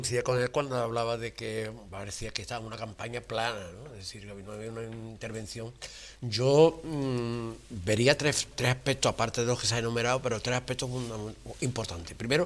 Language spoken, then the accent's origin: Spanish; Andalusia, Spain